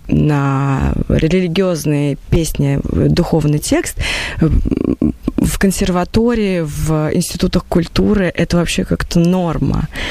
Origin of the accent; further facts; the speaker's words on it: Kazan, Tatarstan, Russia; а так как я из Казани сама, а у нас в Татарстане это так